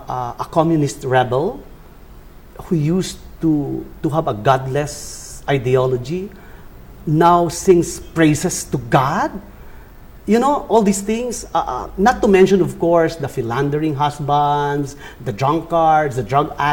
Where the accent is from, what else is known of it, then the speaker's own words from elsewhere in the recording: Angono, Calabarzon, Philippines; So I come from Angono, Rizal, which is miles and miles away from Makati, where we are right now.